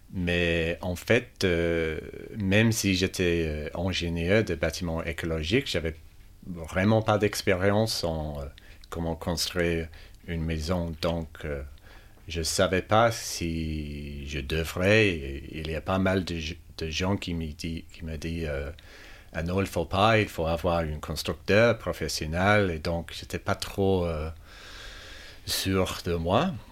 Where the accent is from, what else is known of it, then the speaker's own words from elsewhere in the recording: Melbourne, Victoria, Australia; born there; French is a second language; je suis né à Melbourne